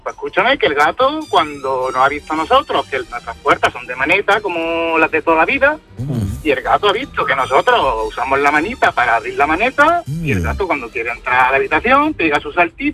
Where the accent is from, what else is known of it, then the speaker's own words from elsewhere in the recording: Moriles, Andalusia, Spain; now in Palma de Mallorca, Spain; Soy de Córdoba, soy de un pueblecito de Córdoba.